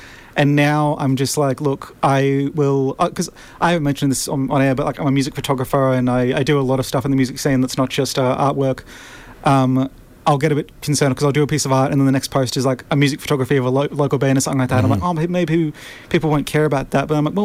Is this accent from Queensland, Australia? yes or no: yes; Bundaberg, Queensland, Australia; now in Brisbane, Australia; I'm from Bundaberg, which is like a small town